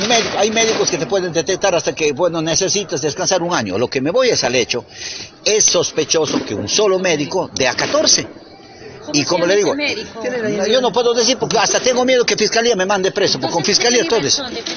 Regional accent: Pachitea, Huánuco, Peru; No, yo soy de Pachitea, son de diferentes distritos.

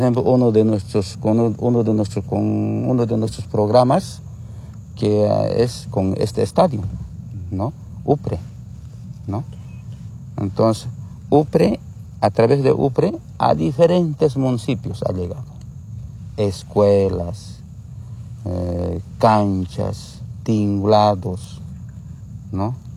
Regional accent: Bolivia; Nosotros como pueblo boliviano incluso hemos aceptado la subvención que se levante, ¿no ve?

